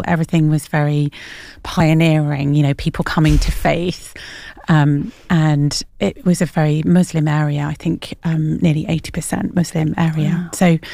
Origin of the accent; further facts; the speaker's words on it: Australia; born there; So, I was born in Australia.